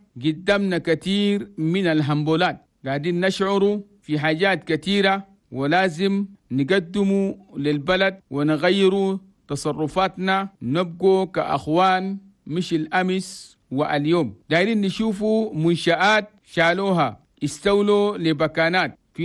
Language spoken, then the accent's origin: Arabic; Chad; بلدنا تشاد